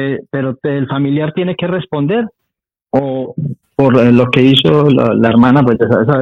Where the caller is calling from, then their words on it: Madrid, Community of Madrid, Spain; de Madrid.